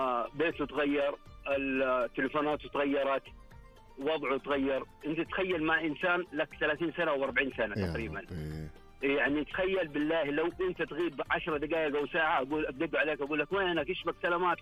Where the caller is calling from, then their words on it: Jeddah, Makkah Province, Saudi Arabia; نحن من جدة